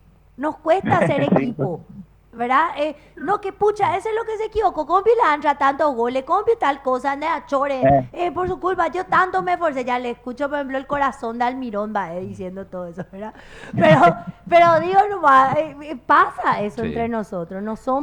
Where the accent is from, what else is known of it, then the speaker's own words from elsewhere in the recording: Paraguay; Y así somos los paraguayos.